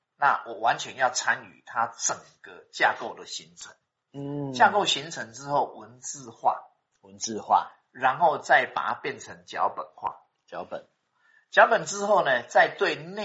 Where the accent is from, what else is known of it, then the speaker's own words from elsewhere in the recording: Taiwan; 好像我们台湾话讲说